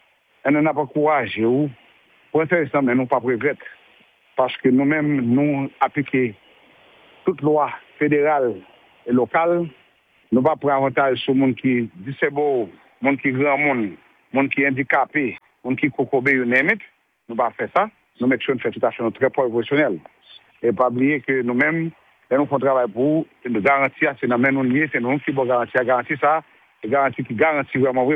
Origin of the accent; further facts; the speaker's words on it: Haiti; moved away; on est haïtien